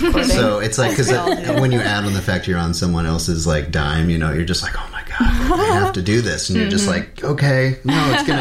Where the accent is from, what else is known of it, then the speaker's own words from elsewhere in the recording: Connecticut, United States; It's been real nice, especially because I grew up in Connecticut.